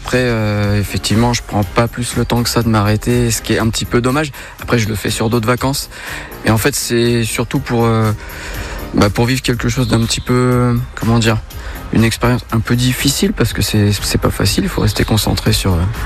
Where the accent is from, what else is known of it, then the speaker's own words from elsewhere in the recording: La Rochelle, Nouvelle-Aquitaine, France; Moi, je suis de La Rochelle.